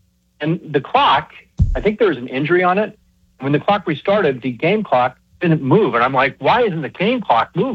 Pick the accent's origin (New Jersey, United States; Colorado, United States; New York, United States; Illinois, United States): Colorado, United States; I'm from Colorado. I come there regularly.